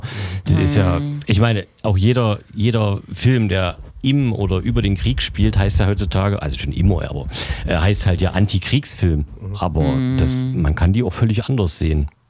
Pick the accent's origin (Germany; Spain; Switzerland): Germany; Leipzig, Saxony; also ich bin groß geworden in Leipzig